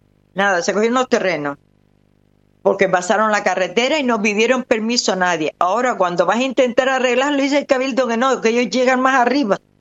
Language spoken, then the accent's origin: Spanish; Canary Islands, Spain; born there; yo nací en esa zona, en el Lomito Coneja